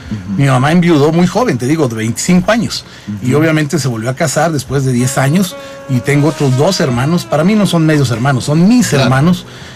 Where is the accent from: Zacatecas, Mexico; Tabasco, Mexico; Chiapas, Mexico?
Chiapas, Mexico; San Cristóbal de las Casas; also born or lived in Mexico City; yo aquí nací en San Cristóbal de las Casas. No, no es cierto. Yo nací en la Ciudad de México.